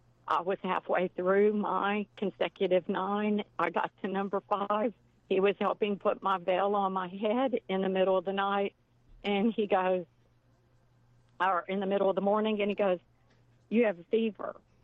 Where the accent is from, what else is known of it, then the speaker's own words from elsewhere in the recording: Sealy, Texas, United States; I'm actually from Sealy, mm-hmm. Texas, which is about 20 miles east of Columbus.